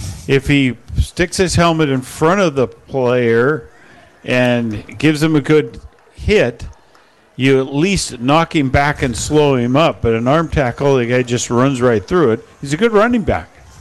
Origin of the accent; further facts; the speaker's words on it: Port Angeles, Washington, United States; she finds out I'm from Port Angeles